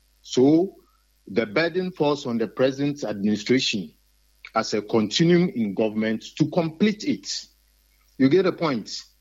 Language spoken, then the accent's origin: English; Sekondi-Takoradi, Western Region, Ghana; So, in fact, so far as I'm also born and bred in Takoradi or Sekendi Takoradi, lived all my life.